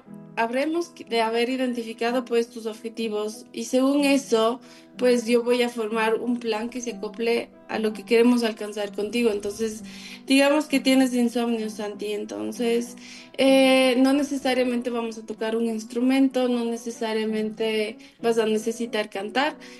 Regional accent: Ambato, Tungurahua, Ecuador; Yo soy Gambato y esto, todo esto está pasando en Gambato.

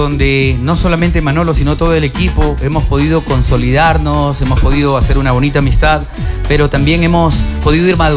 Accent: Ecuador; con ese orgullo de decir que somos ecuatorianos

